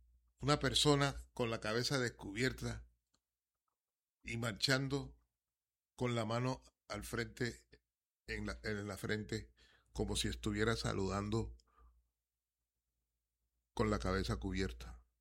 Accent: Colombia; nosotros, como colombianos, como gente pobre, pero con deseo de superación

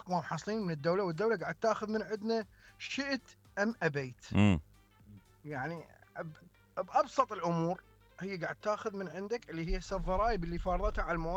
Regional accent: Iraq; احنا بالعراق

